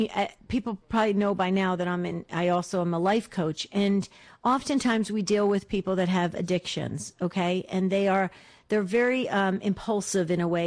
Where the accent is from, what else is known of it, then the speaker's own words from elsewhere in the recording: East Coast, United States; accent: back east; now in Arizona, United States; You probably picked up a little of my back east accent, but I live in Arizona now.